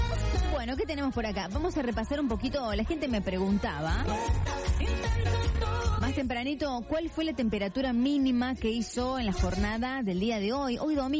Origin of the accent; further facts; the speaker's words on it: Bosque Alegre, Córdoba, Argentina; Yo acá por tomarme una sopa de trigo con verduritas para pasar el frío, somos de Bosque Alegre.